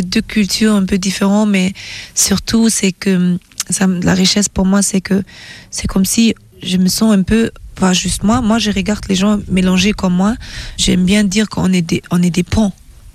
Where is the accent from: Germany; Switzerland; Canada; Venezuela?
Germany; French is a second language; also born or lived in Nigeria; now in Paris, France; j'ai grandi en Allemagne